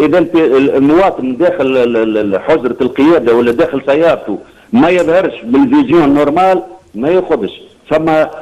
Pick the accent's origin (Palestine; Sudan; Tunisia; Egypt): Tunisia; عندنا في تونس